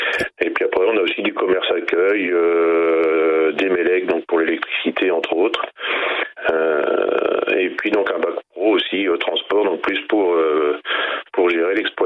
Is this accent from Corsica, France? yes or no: no; Normandy, France; Alors, moi je viens de Normandie, bien sûr